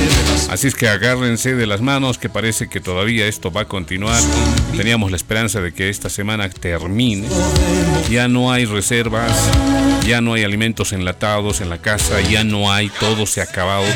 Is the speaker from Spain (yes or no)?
no; Bolivia; todos somos bolivianos, aquí todos somos bolivianos.